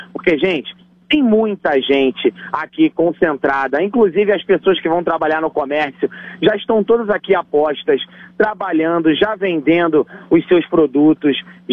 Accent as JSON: {"language": "Portuguese", "region": "Rio de Janeiro", "country": "Brazil", "said": "Falando como carioca, morador, cidadão aqui do Rio de Janeiro, você está em casa hoje"}